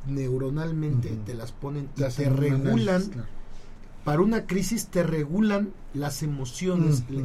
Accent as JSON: {"language": "Spanish", "region": "Puebla", "country": "Mexico", "said": "los poblanos"}